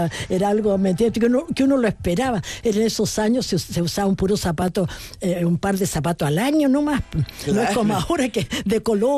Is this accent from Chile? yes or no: yes; Melipilla, Santiago Metropolitan Region, Chile; yo, chica, me crié por muchos años en Melipilla.